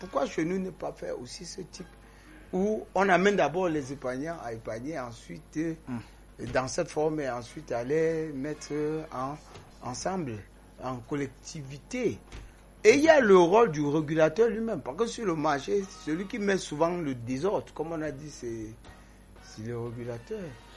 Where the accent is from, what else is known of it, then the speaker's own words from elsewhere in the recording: Cameroon; chez nous au Cameroun